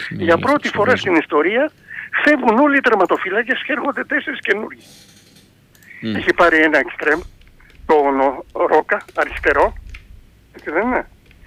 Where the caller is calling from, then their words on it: Attica, Greece; από τα Βόρεια Προάστια.